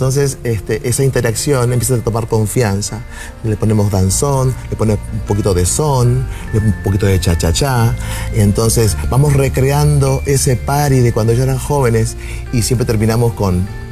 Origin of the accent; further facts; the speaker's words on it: Argentina; now in Puerto Rico; Como yo soy argentino